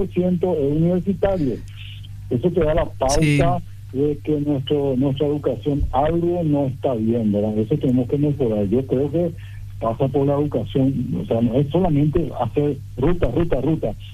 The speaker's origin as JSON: {"language": "Spanish", "country": "Paraguay", "said": "somos paraguayos también"}